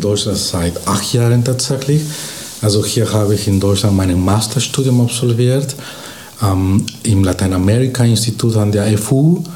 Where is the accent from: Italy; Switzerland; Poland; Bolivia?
Bolivia; German is a second language; now in Germany; Aber früher habe ich auch in Bolivien, das Land, wo ich herkomme, habe ich in Bolivien Politikwissenschaft auch in meinem Bachelor studiert